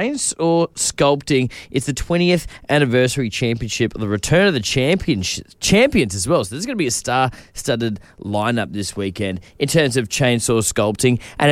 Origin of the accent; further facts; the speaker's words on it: Sydney, New South Wales, Australia; now in Darwin, Australia; I came from Sydney. I grew up down there.